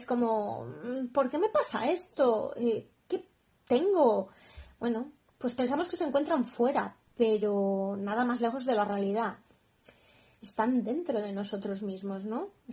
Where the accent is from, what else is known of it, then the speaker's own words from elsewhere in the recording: León, Castile and León, Spain; born there; also born or lived in Ireland; yo nací en León, en España. Es una pequeña ciudad que está más o menos en el norte de España.